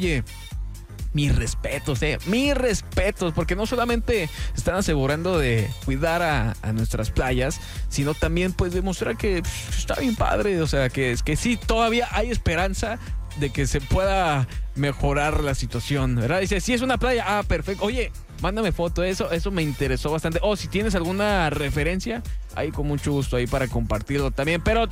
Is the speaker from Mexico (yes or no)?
yes; Culiacán, Sinaloa, Mexico; A mí me recuerda el olor del mar o de un río a mi infancia, porque yo vivía en Culiacán. Cuando estaba pequeña salíamos de la primaria y nos íbamos derechito al río porque hacía muchísimo calor.